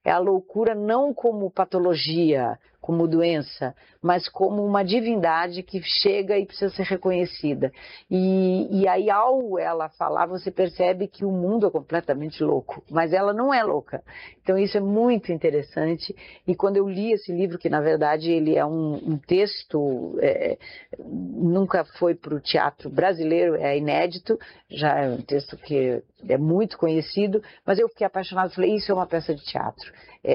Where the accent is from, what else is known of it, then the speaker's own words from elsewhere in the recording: Brazil; Não, porque eu, como brasileira, né? Eu tenho muita fé.